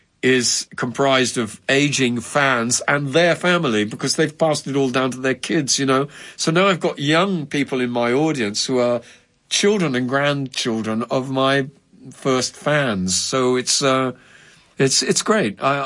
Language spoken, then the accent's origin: English; England, United Kingdom; now in Brazil; So, yes, 53 years of Brazil and 21 years of England makes me twice as Brazilian as I am English, in a way.